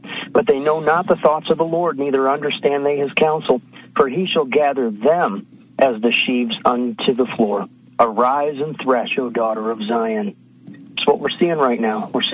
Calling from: San Salvador, El Salvador; up in my volcano lair over the city of San Salvador.

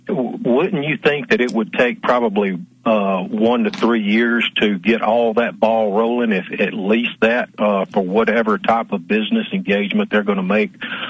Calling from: Arkansas, United States; in Arkansas.

